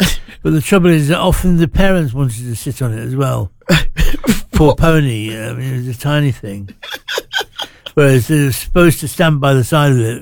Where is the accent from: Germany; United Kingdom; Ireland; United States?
United Kingdom; Skegness, East Midlands; I did, yes. Indeed, I did. Because for a boy growing up, it had the sea, the sand, the swimming pool, it had all that stuff.